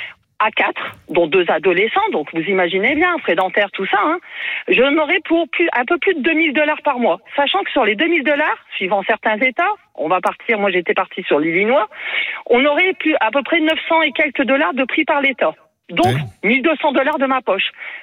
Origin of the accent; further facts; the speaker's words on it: France; Et pourtant, je suis française, hein.